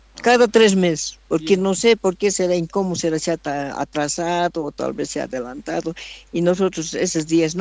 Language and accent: Spanish; Catavi, Potosí, Bolivia; soy de aquí de Catavi, nacida catabeña.